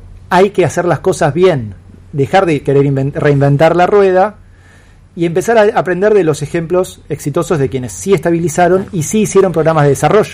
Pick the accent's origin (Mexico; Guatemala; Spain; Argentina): Argentina